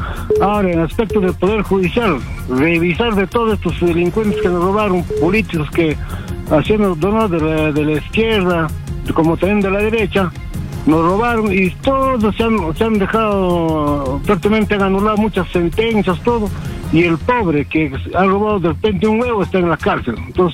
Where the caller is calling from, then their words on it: Lima, Peru; de Cercado de Lima.